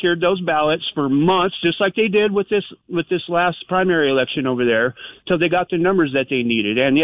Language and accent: English; California, United States; born there; moved away; I'm from California. You know, my bad for being born there.